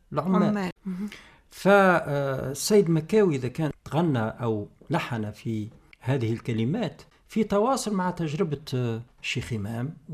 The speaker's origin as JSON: {"language": "Arabic", "country": "Tunisia", "said": "أنا كمواطن تونسي"}